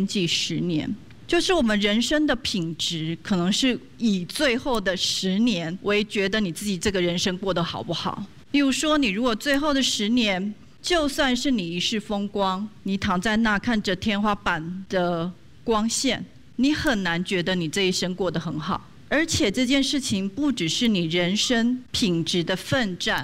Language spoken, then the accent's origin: Chinese; Taiwan; 我们台湾人